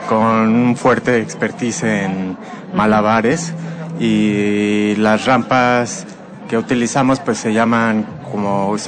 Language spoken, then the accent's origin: Spanish; Mexico City, Mexico; Y los que estamos ahora son algunos de Azcapotzalco. Yo soy de Acaportasqueña.